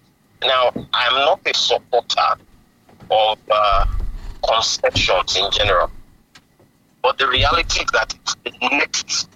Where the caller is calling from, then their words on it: Nigeria; I'm calling from Olio.